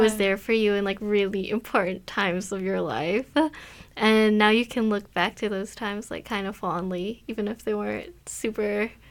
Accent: Toronto, Ontario, Canada; moved away as an adult; now in Vancouver, Canada; originally I'm from Toronto, and I had actually never been to Vancouver before I came to UBC

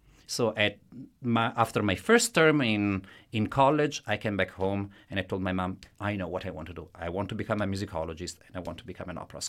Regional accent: Italy; accent: Italian; English is a second language; moved away; I am Italian, as you can tell from my accent.

